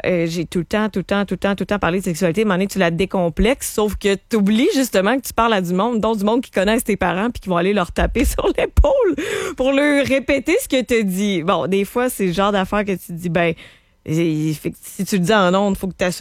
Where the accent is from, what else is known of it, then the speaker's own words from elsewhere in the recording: Charlevoix, Quebec, Canada; moi, contrairement à toi, j'ai pas grandi à Québec. Je viens de Charlevoix